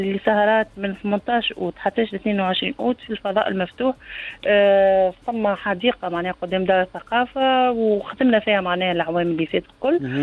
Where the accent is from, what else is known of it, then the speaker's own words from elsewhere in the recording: Tunisia; أنا كامرأة تونسية وأيضا أنا عيد ميلادي فعلا معناها اليوم.